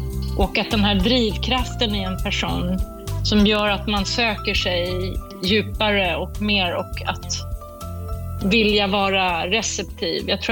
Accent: Sweden; och han är från Kanada och jag är från Sverige

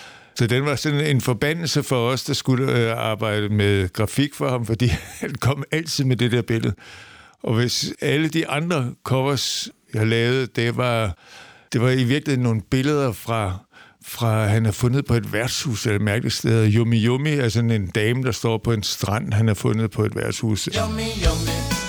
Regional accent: Kerteminde, Region of Southern Denmark, Denmark; Han boede i Kerteminde, hvor jeg kommer fra, og arbejdede som blikkenslærer.

